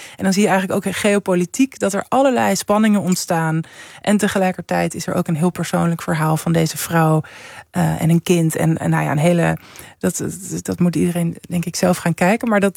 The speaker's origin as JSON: {"language": "Dutch", "town": "Amsterdam", "region": "North Holland", "country": "Netherlands", "tie": "born or raised there", "said": "ik ben opgegroeid in Centrum Amsterdam en ik heb, ik zat ook op een basisschool, een beetje in de grachtengordel."}